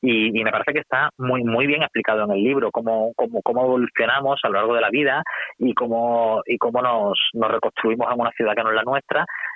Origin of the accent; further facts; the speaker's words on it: Seville, Andalusia, Spain; now in Madrid, Spain; Yo soy sevillano, pero vivo en Madrid